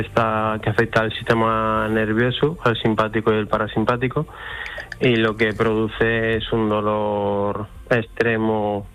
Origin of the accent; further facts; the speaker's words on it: Basque Country, Spain; tirar otra vez para mi tierra, para el País Vasco.